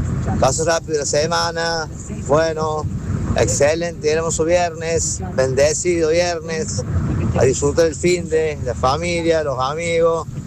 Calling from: Córdoba, Argentina; de los Paraíso

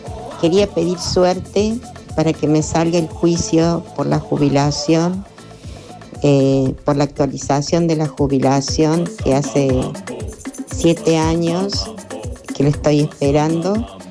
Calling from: La Falda, Córdoba, Argentina; de la Falda.

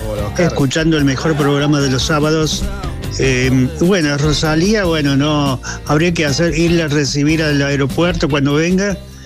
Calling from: Argentina; de Barrio de Madrid.

